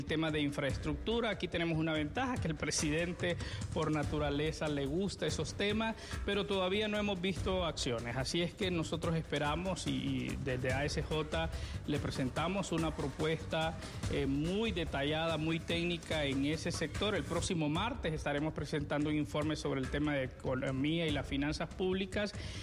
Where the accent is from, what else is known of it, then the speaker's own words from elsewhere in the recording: Honduras; como hondureños tenemos que alegrarnos